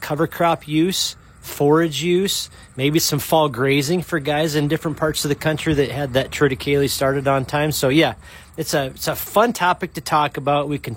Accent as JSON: {"language": "English", "region": "Iowa", "country": "United States", "tie": "born or raised there", "said": "where I grew up in Northwest Iowa, there are eroded clay knobs and or sandy patches on some of these farms"}